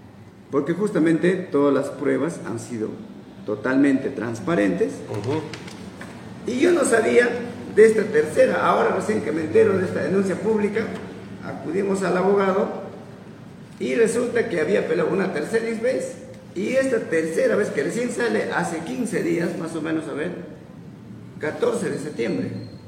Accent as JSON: {"language": "Spanish", "town": "Villa Rica", "region": "Pasco", "country": "Peru", "said": "nosotros somos de Oxapampa, somos de Villarrica, tenemos una oficina en la Avenida Marginal"}